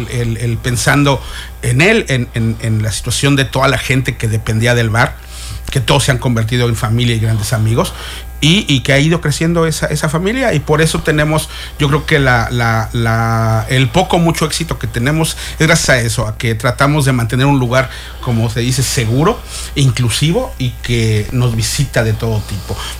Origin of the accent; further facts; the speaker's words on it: Mexico City, Mexico; born there; moved away as an adult; now in Cancún, Mexico; Yo nací en la Ciudad de México.